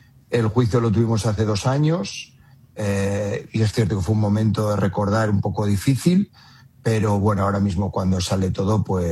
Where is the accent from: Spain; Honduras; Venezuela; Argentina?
Spain; Valladolid, Castile and León; moved away as an adult; salí de España y volví en el año 20 a entrenar en mi ciudad, en Valladolid